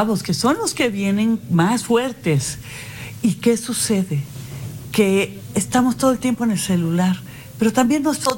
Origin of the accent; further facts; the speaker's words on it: Mexico City, Mexico; born there; regreso a Aguascalientes y lo digo de veras de corazón, es mi segunda tierra. Uh-huh. Yo nací allá en la Ciudad de México